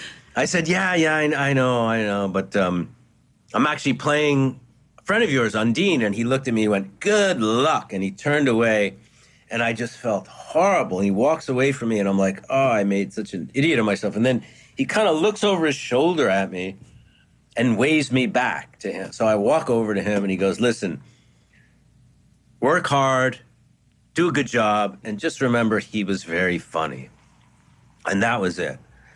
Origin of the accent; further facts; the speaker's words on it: New York, United States; as a fan, as a New Yorker, as a fellow artist